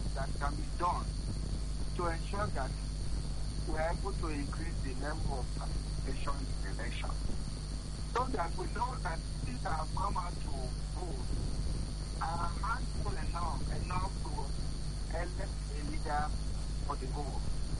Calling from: Abuja, Federal Capital Territory, Nigeria; I come from Abuja.

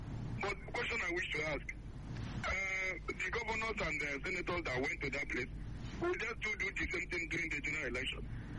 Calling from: Nigeria; I'm calling from Kimichali, Jukuna, Boyset.

